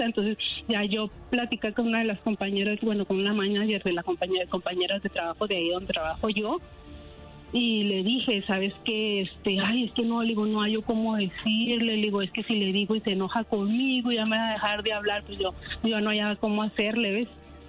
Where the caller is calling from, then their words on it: Denver, Colorado, United States; De Denver, Colorado.